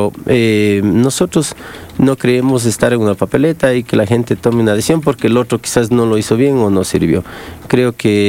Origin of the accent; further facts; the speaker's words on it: Guachapala, Azuay, Ecuador; born there; En estos años he trabajado en el cantón donde nací, en Huachapala.